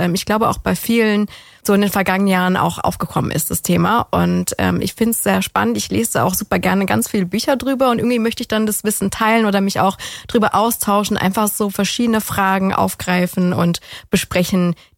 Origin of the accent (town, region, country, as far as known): Ulm, Baden-Württemberg, Germany; now in Kornwestheim, Germany